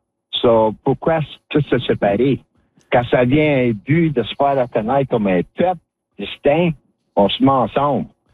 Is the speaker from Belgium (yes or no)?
no; Ontario, Canada